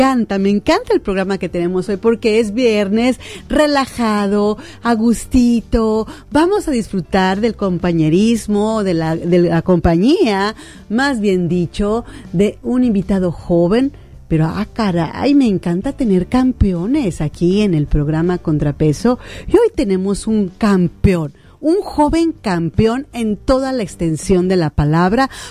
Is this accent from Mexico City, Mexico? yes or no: no; Culiacán, Sinaloa, Mexico; somos culichis, somos sinaloenses